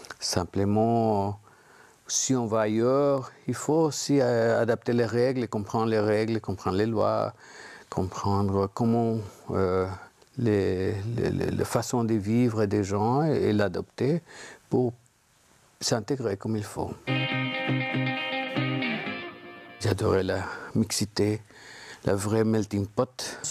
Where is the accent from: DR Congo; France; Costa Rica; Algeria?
Costa Rica; moved away as an adult; also born or lived in Connecticut, United States; now in Brussels, Belgium; je viens de Costa Rica, j'ai 61 ans. Je suis à Bruxelles depuis 1992.